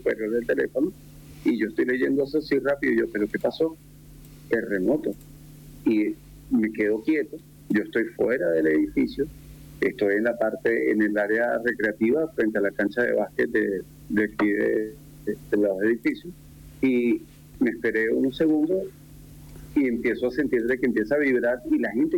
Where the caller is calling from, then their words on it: Caracas, Capital District, Venezuela; Aquí se le conoce como el centro de Caracas